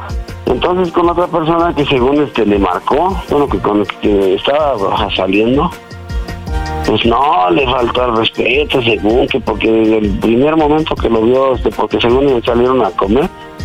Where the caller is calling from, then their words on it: Nezahualcóyotl, State of Mexico, Mexico; yo tengo 47 años y soy de aquí de Ciudad Neza.